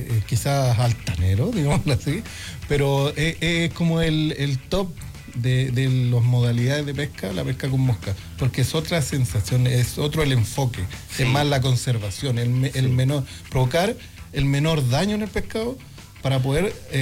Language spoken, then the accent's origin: Spanish; Villarrica, Araucanía, Chile; moved away; yo soy nacido en Villarrica.